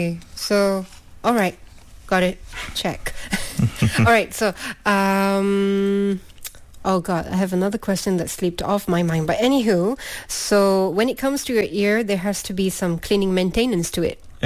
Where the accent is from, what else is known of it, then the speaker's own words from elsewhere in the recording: Perlis, Malaysia; because my hometown is really far away, Perlis.